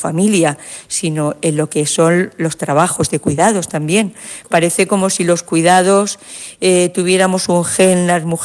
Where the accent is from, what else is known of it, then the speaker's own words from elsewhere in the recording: Elche, Valencian Community, Spain; porque vengo de Elche, de la Comunidad Valenciana